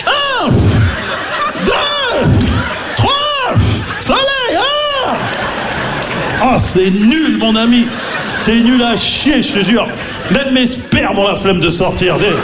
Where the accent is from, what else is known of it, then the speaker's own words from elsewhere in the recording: Maisons-Alfort, Île-de-France, France; Non, c'est pas facile parce que j'ai grandi à Maisons-Alfort, en plus, tu vois, dans le 9-4, tu vois.